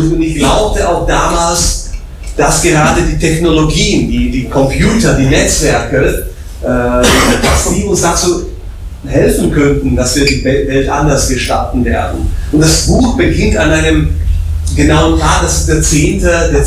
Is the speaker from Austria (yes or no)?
no; Bratislava, Bratislava Region, Slovakia; first language Slovak; German is a second language; ich komme aus Bratislava, aus der Slowakei. Ich bin 49 Jahre jung oder alt, wenn man das so will.